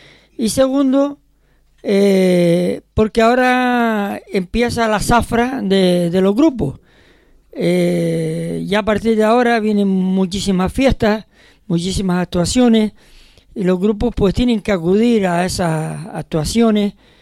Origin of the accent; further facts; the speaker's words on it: Canary Islands, Spain; como canarios, sentirnos orgullosos de nuestro folclore